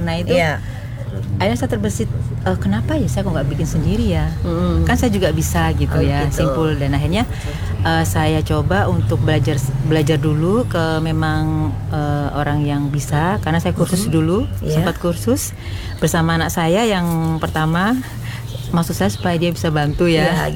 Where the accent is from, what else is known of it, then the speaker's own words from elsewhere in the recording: Special Region of Yogyakarta, Indonesia; Saya asalnya dari Ambarukmo Catur Tunggal.